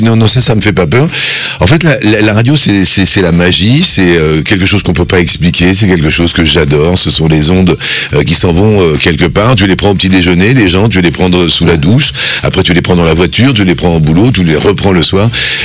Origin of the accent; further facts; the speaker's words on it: Toulouse, Occitanie, France; moved away; je suis toulousain à la base.